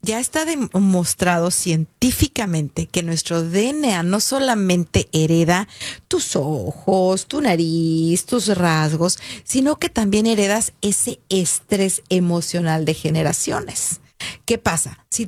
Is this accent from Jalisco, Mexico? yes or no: yes; Guadalajara, Jalisco, Mexico; moved away; Soy de Guadalajara.